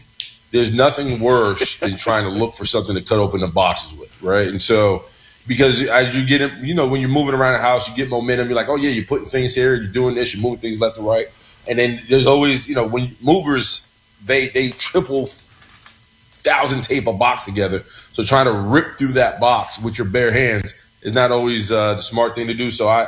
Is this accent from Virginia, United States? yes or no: no; Bronx, New York, United States; I'm also from the Bronx, so we're born with these things.